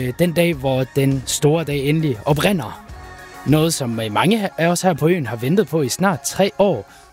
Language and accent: Danish; West Jutland, Denmark; Jeg er jo vestjyde helt ind til benet.